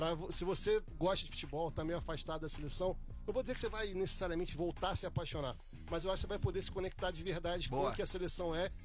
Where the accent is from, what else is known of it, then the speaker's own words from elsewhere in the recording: Brazil; Não importa quem está ali dentro, isso é muito emocionante para a gente como brasileiro.